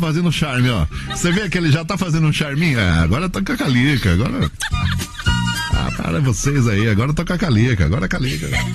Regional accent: São Paulo, Brazil; Cara, eu lembro que quando era moleque, assim, né, em São Paulo, assim, a gente era camelô, né?

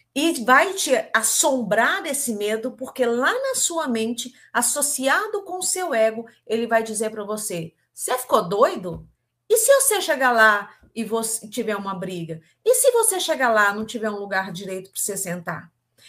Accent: Minas Gerais, Brazil; não sei se vocês sabem, não sei se vocês sabem, eu sou mineira, então vocês sabem, né? E nossa, no, aqui dos mineiros é uma forma de dizer

